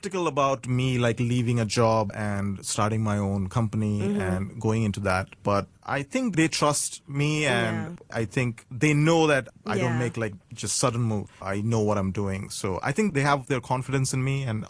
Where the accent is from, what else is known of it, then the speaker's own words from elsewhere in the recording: Bangladesh; English is a second language; growing up in Bangladesh, you have jute everywhere. And it's like a very readily available. And it's a very integral part of our culture.